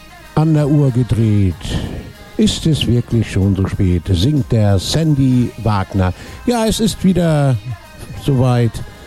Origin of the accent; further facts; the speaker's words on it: Hamburg, Germany; denn ich komme ja aus Hamburg und in Hamburg sagt man Tschüss